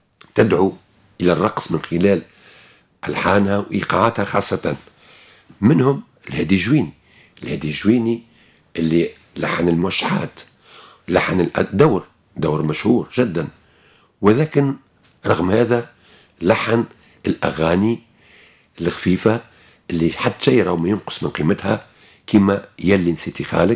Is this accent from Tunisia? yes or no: yes; Tunisia; النساء عندنا في تونس